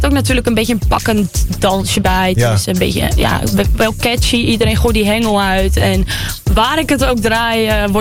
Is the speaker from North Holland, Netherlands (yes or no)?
yes; Schagen, North Holland, Netherlands; Ik kom zelfs namelijk uit Schagen.